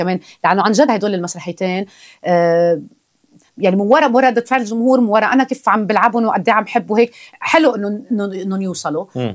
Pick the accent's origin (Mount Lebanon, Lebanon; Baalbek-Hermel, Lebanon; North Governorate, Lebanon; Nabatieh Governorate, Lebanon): Nabatieh Governorate, Lebanon; Kfarsir; accent: southern; انا من الجنوب، انا من ضيعه اسمها كفرصير، قدمت شهداء، في كتير ناس فيها مثقفين، فيها تنوع كتير حلو. انا بفتخر انه انا من هذه المنطقه.